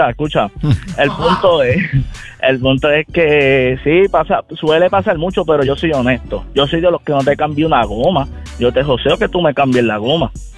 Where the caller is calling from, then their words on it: Naguabo, Puerto Rico; de Nahuabo.